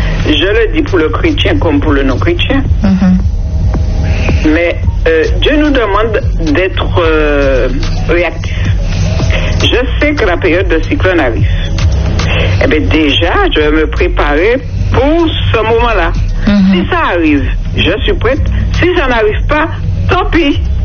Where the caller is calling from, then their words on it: Rivière-Pilote, Martinique; Moi, j'habite à Rivière-Pilote.